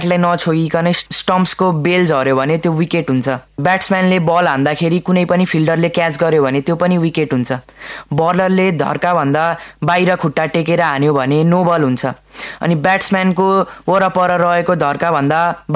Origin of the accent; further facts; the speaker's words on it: Chitwan, Bagmati, Nepal; चुरेको काखमा सानो मेरो गाउँ … महाभारत र चुरेको फेदीमा पर्छ चितवन, सौरा राप्ती र नारायणीको किनारमा रम्छ मेरो मन